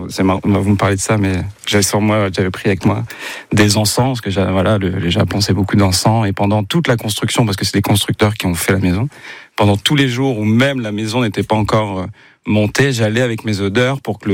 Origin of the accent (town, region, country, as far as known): Boulogne-sur-Mer, Hauts-de-France, France